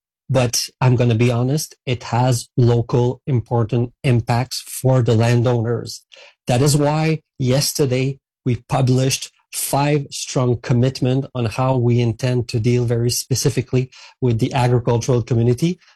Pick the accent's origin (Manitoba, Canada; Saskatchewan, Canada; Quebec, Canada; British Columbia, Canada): Quebec, Canada; Saint-Hyacinthe; I come from a farmer region myself. I was raised in Saint-Hyacinthe, which is the capital of the agricultural world in Quebec. So I know that reality. And in my hometown, there was two highways and one rail.